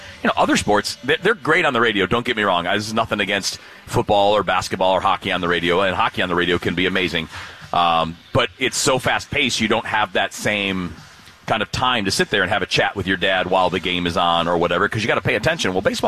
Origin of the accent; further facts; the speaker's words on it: Michigan, United States; now in St. Louis, United States; when I was growing up in Michigan